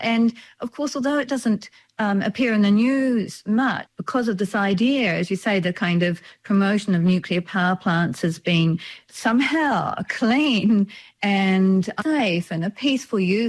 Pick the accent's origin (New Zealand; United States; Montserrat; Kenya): New Zealand; for me as a New Zealander